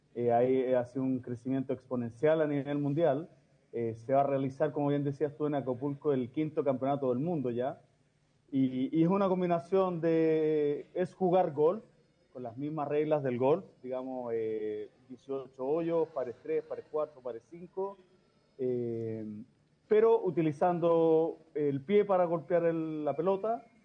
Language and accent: Spanish; Chile; somos seleccionados chilenos